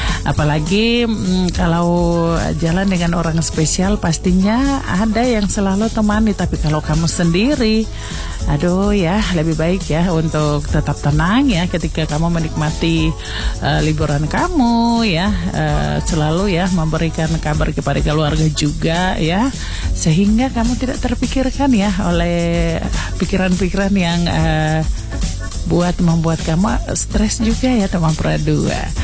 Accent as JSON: {"language": "Indonesian", "town": "Merauke", "region": "South Papua", "country": "Indonesia", "said": "kita orang Merauke bilang, daripada kamu tinggal-tinggal di rumah ya"}